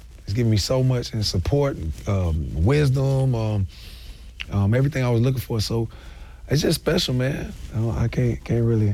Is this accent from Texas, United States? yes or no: no; Florida, United States; now in Atlanta, United States; And I got to see that because I'm from Florida, so I had an idea like I'm never going to leave Florida, you know.